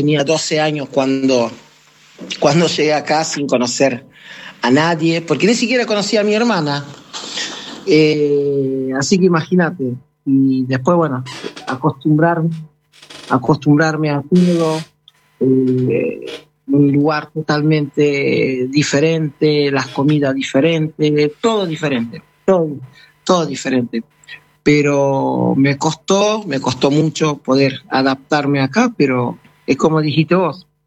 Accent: Cape Verde; born there; Spanish is a second language; also born or lived in Lisbon, Portugal; venía de más allá que viví, nací en Cabo Verde, viví en Lisboa, pasaporte portugués, pero sangre caboverdiana, ¿no?

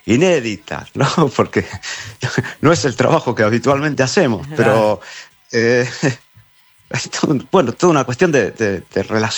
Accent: Buenos Aires, Argentina; moved away as an adult; now in Bangladesh

